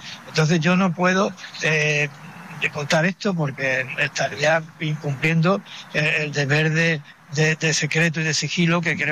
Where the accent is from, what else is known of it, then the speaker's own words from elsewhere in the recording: Ceuta, Spain; Lo digo como responsable público y lo digo como ciudadano. Lo digo como ceutí y lo digo como español.